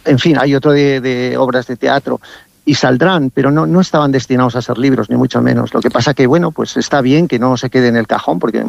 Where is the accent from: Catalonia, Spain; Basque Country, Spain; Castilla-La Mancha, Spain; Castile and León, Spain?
Castile and León, Spain; El sábado estamos en mi pueblo natal, en Muñoz Ancho